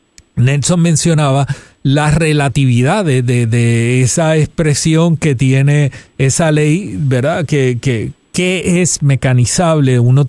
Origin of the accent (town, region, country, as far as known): Puerto Rico